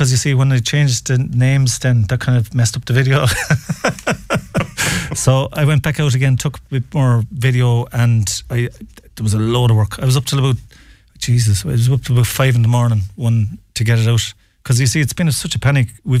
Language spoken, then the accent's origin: English; Wicklow, Leinster, Ireland; I'm from Wicklow, really.